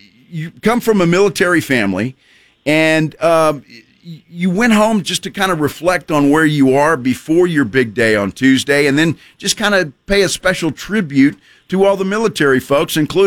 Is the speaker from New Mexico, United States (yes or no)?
no; San Antonio, Texas, United States; I mean, growing up in San Antonio, you hear that all the time, don't you?